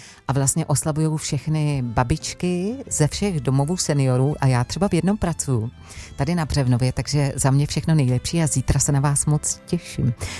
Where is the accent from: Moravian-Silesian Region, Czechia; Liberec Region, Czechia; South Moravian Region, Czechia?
Liberec Region, Czechia; Jablonec nad Nisou; já jsem z Jablonce.